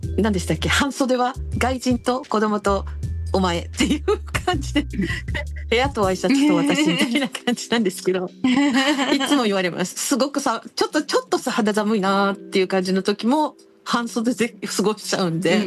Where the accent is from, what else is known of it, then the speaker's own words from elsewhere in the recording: Kanagawa, Japan; moved away as an adult; 出身は神奈川なんですけれども、